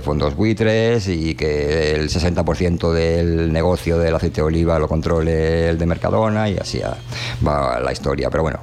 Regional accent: Toledo, Castilla-La Mancha, Spain; born there; moved away; yo nací en Toledo.

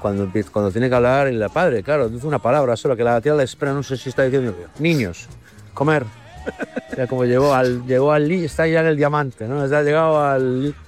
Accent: Galicia, Spain; now in Madrid, Spain; Pero yo en Galicia estoy en casa.

